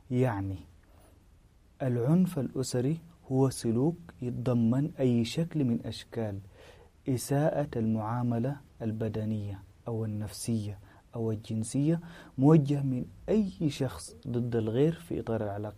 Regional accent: Sudan; إحنا كمجتمع سوداني

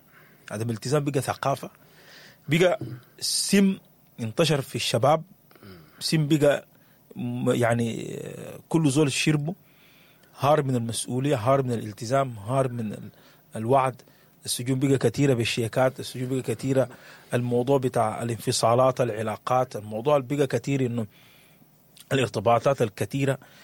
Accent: Sudan

